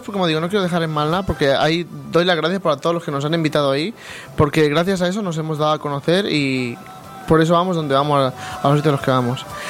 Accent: Totana, Region of Murcia, Spain; en mi pueblo Totana en el que yo vivo

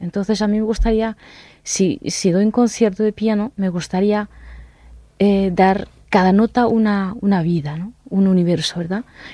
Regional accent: Japan; cada vez pienso que soy japonesa, ¿no? A lo mejor esto viene de mi abuela, de mi tatarabuelo.

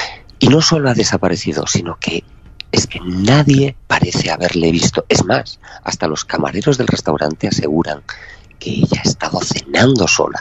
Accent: Galicia, Spain; Por proximidad, evidentemente, porque soy gallego y está cerca

